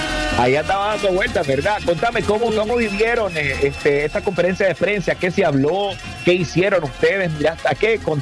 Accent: Nicaragua; moved away; en mi país, Nicaragua

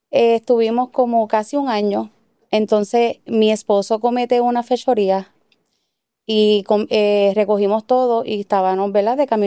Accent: Puerto Rico; moved away as an adult; also born or lived in Maryland, United States; Yo tenía, pienso que 25 años, 23 años. Y ahí es cuando, pues, salimos de Puerto Rico. Ahí nos vamos al estado de Maryland.

